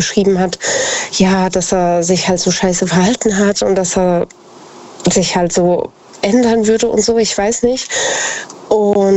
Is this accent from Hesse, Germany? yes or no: yes; Idstein, Hesse, Germany; Ich komme aus der Nähe von Wiesbaden. Ich komme aus Edstein.